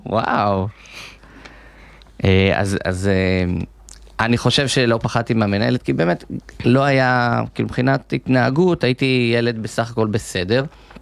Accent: Karmiel, Northern District, Israel; אני גדלתי בקרמיאל, בשכונה המערבית, והלכתי לבית ספר שקוראו לו בית ספר אלון, בית ספר יסודי

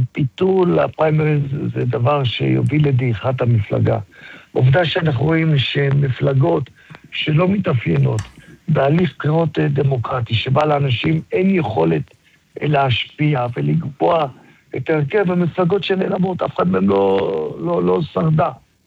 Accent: Holon, Tel Aviv District, Israel; אני גדלתי בחולון, גדלתי בשכונת הגיבורים.

